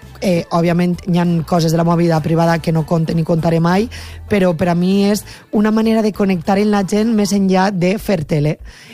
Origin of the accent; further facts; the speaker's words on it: Valencian Community, Spain; now in Catalonia, Spain; Pense que un català o una catalana treballant al País Valencià tindria més crítiques encara que jo que sóc valenciana parlant en valencià a Catalunya.